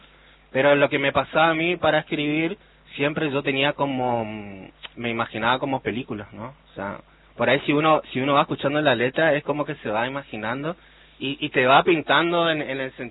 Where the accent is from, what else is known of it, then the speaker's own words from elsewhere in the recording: Resistencia, Chaco, Argentina; soy de acá, de Resistencia.